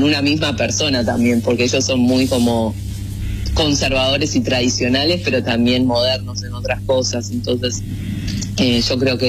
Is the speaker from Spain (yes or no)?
no; Buenos Aires, Argentina; now in Japan; yo soy de Buenos Aires, no me daba cuenta lo ruidoso que es Buenos Aires, porque acá en Japón